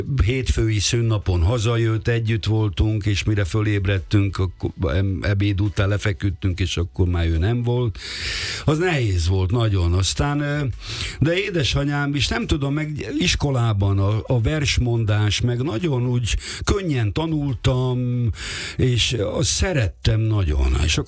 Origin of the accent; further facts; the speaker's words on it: Budapest, Hungary; also born or lived in Szeged; 67-ben ott születtem, és 69-ben jöttünk föl Pestre